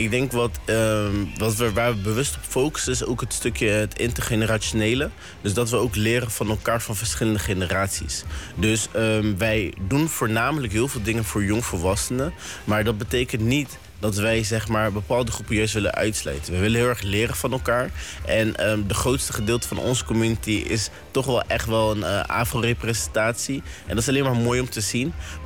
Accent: Aruba; zelf ben ik een Arubaan.

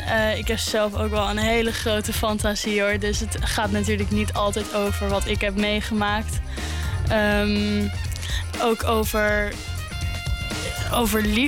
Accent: Pijnacker, South Holland, Netherlands; born there; also born or lived in Voorburg; In Den Haag ben ik in Voorburg opgegroeid. Nou ja, opgegroeid. Ik heb daar tot mijn 1 of 2 jaar gewoond of zo. Toen ben ik naar Pijnakker verhuisd. En dat zit precies in het midden van Rotterdam-Den Haag.

